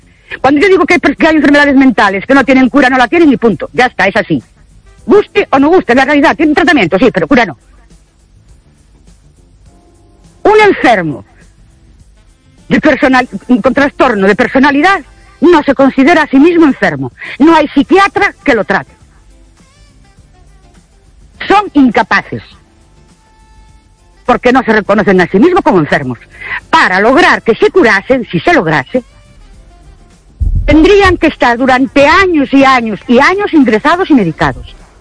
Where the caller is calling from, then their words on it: Ourense, Galicia, Spain; de Ourense